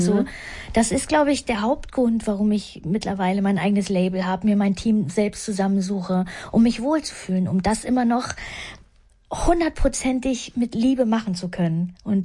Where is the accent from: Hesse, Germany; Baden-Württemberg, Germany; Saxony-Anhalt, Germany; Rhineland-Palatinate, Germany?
Saxony-Anhalt, Germany; Schönhausen; also born or lived in Havelberg; Bin ich geboren in dem Krankenhaus und in Schönhausen an der Elbe bin ich aufgewachsen.